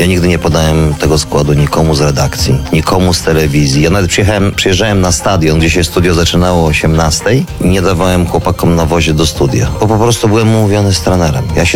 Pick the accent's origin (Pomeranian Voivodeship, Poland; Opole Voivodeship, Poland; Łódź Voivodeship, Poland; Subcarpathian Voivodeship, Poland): Subcarpathian Voivodeship, Poland; Dębica; moved away as an adult; now in Warsaw, Poland; ja jestem z Dębicy. Z Dębicy